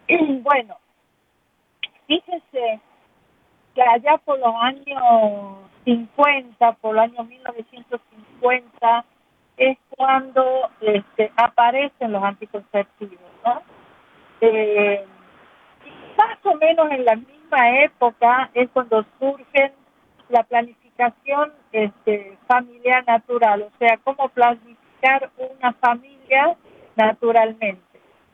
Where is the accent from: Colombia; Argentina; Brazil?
Argentina; nosotros en Argentina, yo soy de Argentina